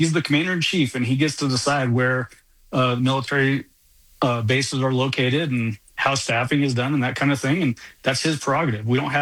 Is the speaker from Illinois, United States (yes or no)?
no; Colorado, United States; it's way different from when you and I grew up in Jefferson County too, George, right?